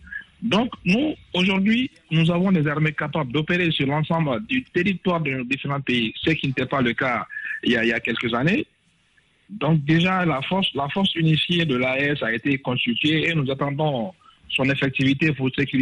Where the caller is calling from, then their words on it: Bamako, Mali; Non, pas du tout, monsieur Rouen.